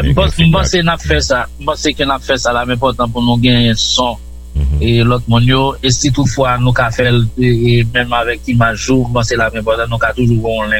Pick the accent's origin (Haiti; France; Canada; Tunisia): Haiti; Et nous venons fêter, mais nous venons fêter en tant qu'Haïtien.